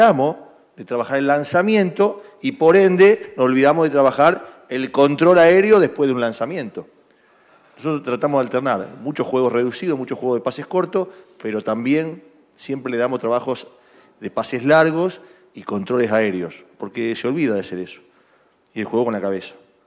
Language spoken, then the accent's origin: Spanish; Argentina